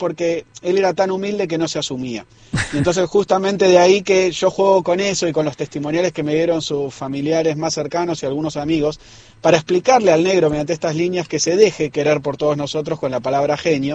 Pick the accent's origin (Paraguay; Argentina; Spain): Argentina; moved away as an adult; Yo me fui de Argentina hace 26 años por motivos laborales y viví en 8 países.